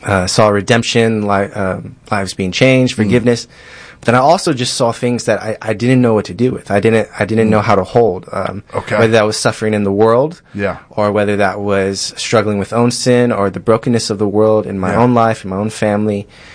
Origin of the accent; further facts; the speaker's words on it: San Antonio, Texas, United States; I'm 34. I grew up here in San Antonio. I got my degree at St. Mary's University.